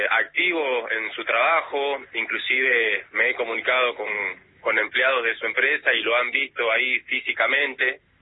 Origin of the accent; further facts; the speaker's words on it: Buenos Aires, Argentina; yo soy acá de Boedo, en Capital Federal.